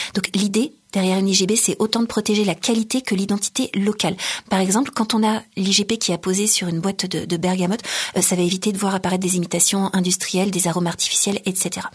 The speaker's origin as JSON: {"language": "French", "town": "Nancy", "region": "Grand Est", "country": "France", "tie": "born or raised there", "moved": "yes", "said": "Donc, moi, je suis originaire de Lorraine. Je croise une de mes compatriotes Lorraine. Et il se trouve qu'à Nancy, d'où nous venons"}